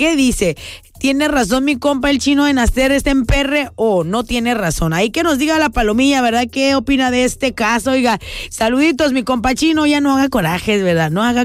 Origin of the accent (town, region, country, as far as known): Mexico